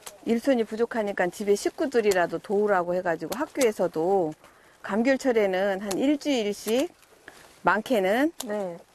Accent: Jeju, South Korea; 살짝 제주도 사람으로서 되게 걱정이 많아요.

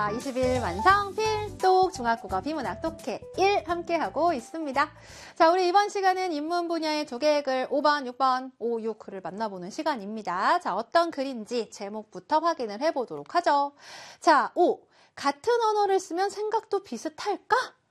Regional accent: South Korea; 우리는 한국인이니까 한국어를 쓰잖아요.

